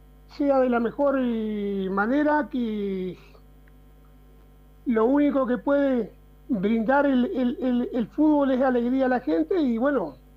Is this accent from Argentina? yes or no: yes; Argentina